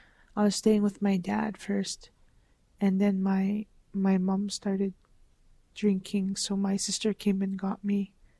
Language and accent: English; Onion Lake, Saskatchewan, Canada; I am from Onion Lake, Saskatchewan, and I'm Plains Cree. I'm the youngest of four children, one brother and two sisters, and then myself.